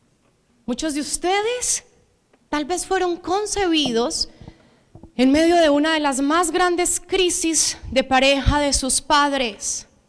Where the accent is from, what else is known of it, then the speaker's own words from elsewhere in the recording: Medellín, Antioquia, Colombia; nosotros somos de Medellín, pero a mi papá lo trasladaron a la hermosísima ciudad de Pereira a hacer un reemplazo.